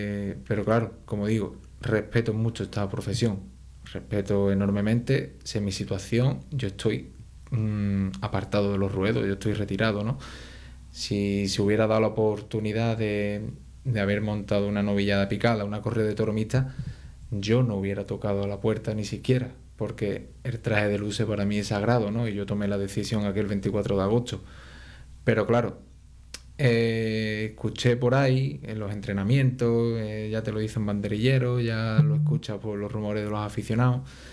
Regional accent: San Fernando, Andalusia, Spain

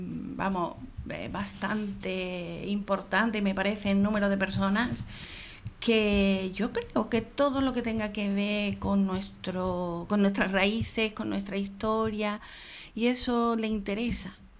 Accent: Andalusia, Spain; Pero señores, que somos andaluces y al cuarto de hora estamos diciendo Saporito.

